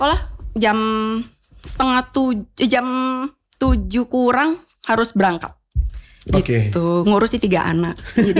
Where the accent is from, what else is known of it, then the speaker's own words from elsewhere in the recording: Bali, Indonesia; also born or lived in Surabaya; now in Kupang, Indonesia; saya kan orang Bali